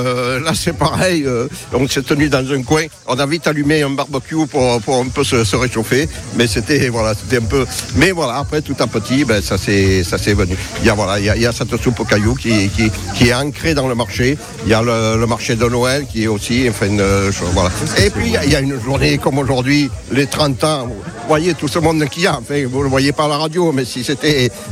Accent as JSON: {"language": "French", "town": "Petit-Palais", "region": "Nouvelle-Aquitaine", "country": "France"}